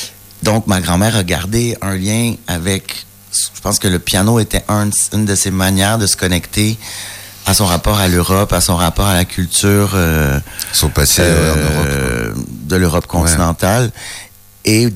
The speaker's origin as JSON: {"language": "French", "region": "Quebec", "country": "Canada", "tie": "born or raised there", "also_born_or_lived": "Saint-Inglevert, France", "moved": "as an adult", "lives_now": "Lille, France", "said": "Je suis né au Québec. Je suis québécois. Et j'habite en France depuis 11 ans."}